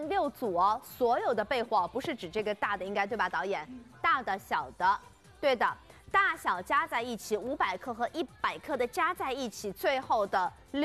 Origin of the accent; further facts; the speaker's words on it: China; 我们中国人讲就欠人情的，你还要请客吃饭还要感谢他，反而增加了负担。